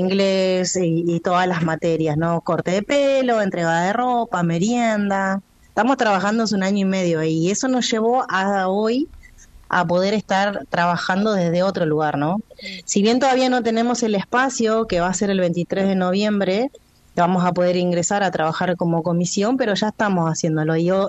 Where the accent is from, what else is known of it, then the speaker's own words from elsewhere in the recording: Buenos Aires, Argentina; now in Puerto Madryn, Argentina; Yo hice feria desde que llegué a Madryn, soy de Buenos Aires